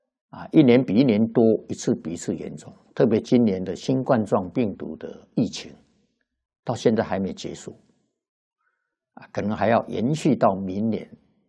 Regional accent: China; 我们中国人讲七情五欲

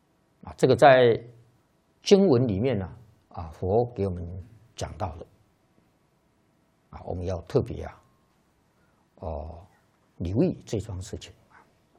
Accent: China; 一般没有学佛的人啊，社会上的人士啊，是我们中国人呐，大概就会想到《西游记》

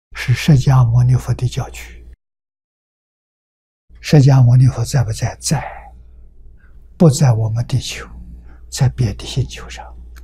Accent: China; 我们中国人算虚岁

